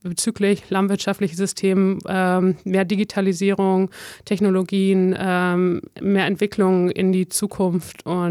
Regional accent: Netherlands; now in Germany; also ich komme ja ursprünglich aus den Niederlanden, habe dann aber gedacht, nee, das bin ich jetzt so lange raus, vielleicht kriege ich das auch gar nicht hin.

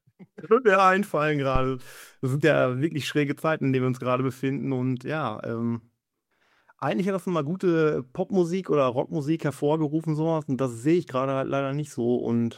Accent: Cologne, North Rhine-Westphalia, Germany; als Kölner

